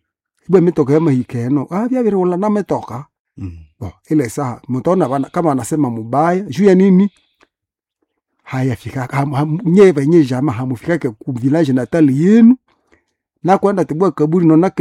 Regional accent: Butembo, North Kivu, DR Congo; born there; Kuna jamaa mingi tulizaliwa hapa Butembo.

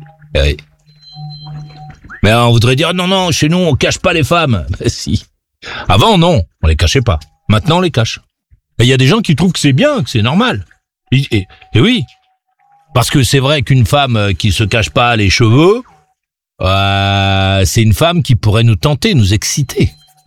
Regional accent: France; chez nous en France

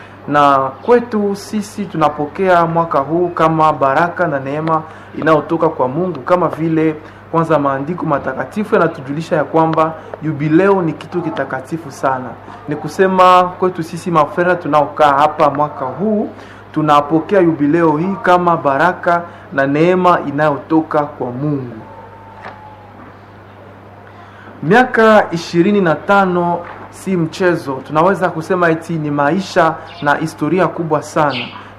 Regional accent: Bukavu, South Kivu, DR Congo; moved away; natokea arsidioseze ya Bukavu na naishi hapa Kamel, na ninakuwa nikifanya mafunzo ya maisha ya kitawa hapa katika familia kuu ya Waugustino wa Assumption.

